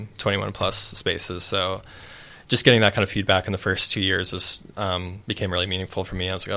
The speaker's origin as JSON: {"language": "English", "town": "Seattle", "region": "Washington", "country": "United States", "tie": "born or raised there", "moved": "as an adult", "lives_now": "Olympic Peninsula, United States", "said": "growing up in Seattle"}